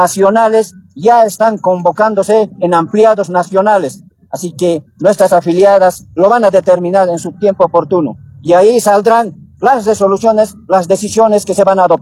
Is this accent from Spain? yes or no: no; Bolivia; no solamente nos estamos pronunciando como un sector, sino también como bolivianos.